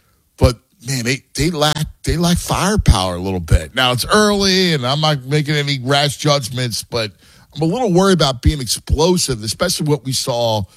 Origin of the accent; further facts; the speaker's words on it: Philadelphia, Pennsylvania, United States; We were 17 years old. We grew up in South Philly